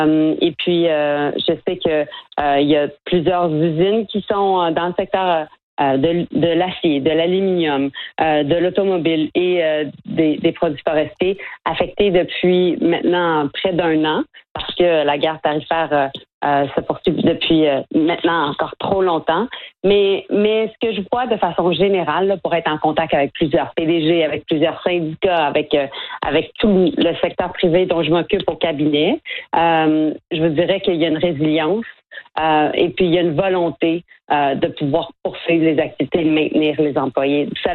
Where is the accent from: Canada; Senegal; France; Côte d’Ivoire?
Canada